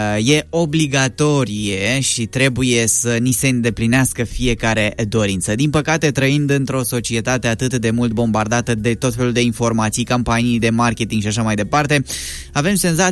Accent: Romania

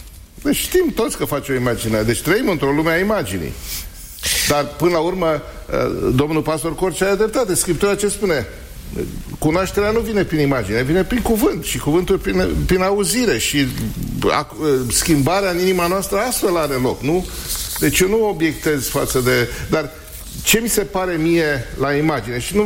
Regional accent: Bucharest, Romania; În București, da.

